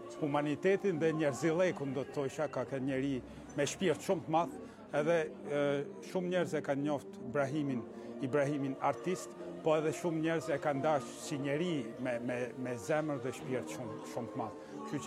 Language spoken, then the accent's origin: Albanian; Shkodër, Shkodër County, Albania; accent: Shkodran dialect; also born or lived in Tirana; Njëherë në shpi ishte një ambasade vogël e Shkodrës, sepse ta në fliqim dialektin Shkodran, në zemër Tiranës.